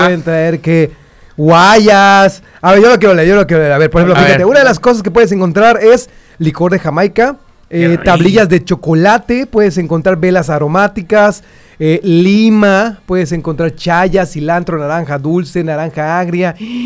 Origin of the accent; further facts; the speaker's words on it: Valladolid, Yucatán, Mexico; now in Mérida, Mexico; yo soy de Valladolid, entonces cuando mi familia va a Valladolid nos gusta ir al mercado para comprar el recado rojo, recado blanco, porque cuando venimos aquí en Mérida